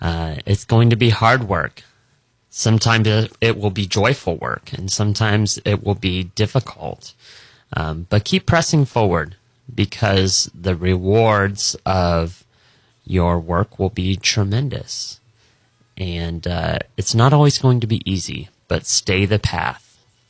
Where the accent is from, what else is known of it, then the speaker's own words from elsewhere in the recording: Tampa, Florida, United States; born and raised in Tampa Bay, Florida, and I had a remarkable childhood.